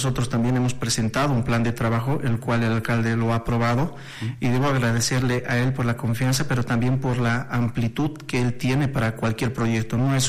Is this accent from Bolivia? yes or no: yes; Potosí, Bolivia; todo es Potosí, todos somos potosinos